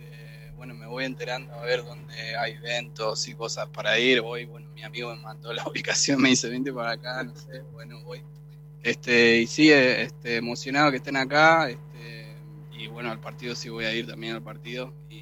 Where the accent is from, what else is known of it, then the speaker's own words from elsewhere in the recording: Buenos Aires, Argentina; De Buenos Aires. Buenos Aires. Vivo acá, pero soy de Buenos Aires.